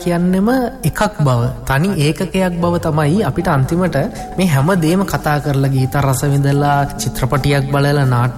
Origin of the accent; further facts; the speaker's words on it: Ratnapura, Sabaragamuwa Province, Sri Lanka; මම ජීවත් වෙන මම ඉපදුණු හැදුණු වැඩුණු පරිසරයේ රත්නපුරේ